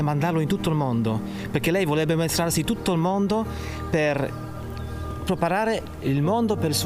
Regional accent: Poland; Italian is a second language; moved away; io sono polacco

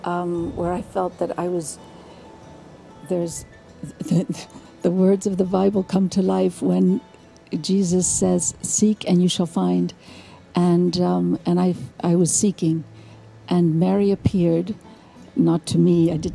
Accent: India; born there; I was born in India, so I do have an Indian name

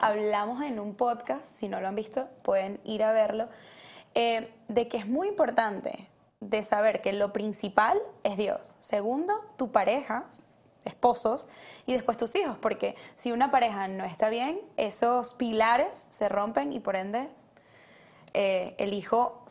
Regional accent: Barquisimeto, Lara, Venezuela; now in Miami, United States; Dani y yo justamente somos de Barquisimeto.

